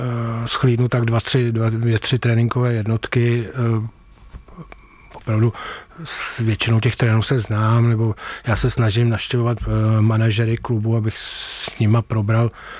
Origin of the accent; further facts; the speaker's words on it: Prague, Czechia; tak jsem na všechno koukal optikou Prahy, protože jsem z Prahy celý život, jsem prožil v Praze